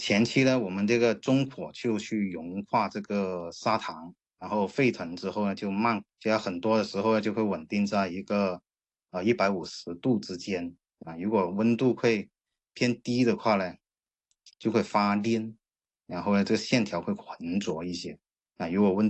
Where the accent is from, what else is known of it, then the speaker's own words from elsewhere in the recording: Guangzhou, Guangdong, China; 然后我们增城呢也是一个甘蔗的一个产区啊，我们小时候呢就有很多的一个糖厂在我们增城